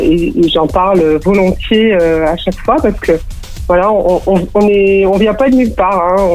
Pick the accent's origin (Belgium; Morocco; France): France; Clermont-Ferrand, Auvergne-Rhône-Alpes; born there; Moi je suis née à Clermont-Ferrand